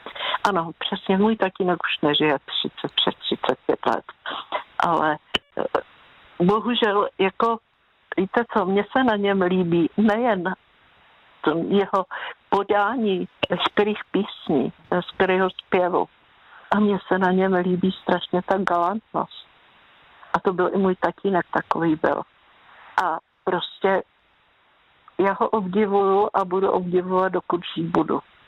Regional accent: Plzeň Region, Czechia; já jsem dokonce rodačka z Plzeňska

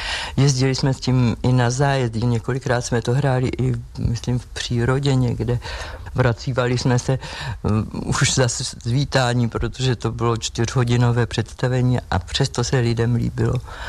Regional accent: Prague, Czechia; moved away as an adult; now in České Budějovice, Czechia; Já jsem Pražačka

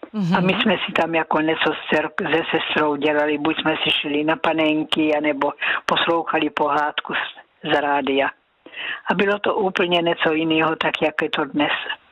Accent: Násedlovice, South Moravian Region, Czechia; já jsem pocházím z Následovic, a přes pole jsme chodili do Klobouk do Brna, u Brna, teda Klobouky u Brna

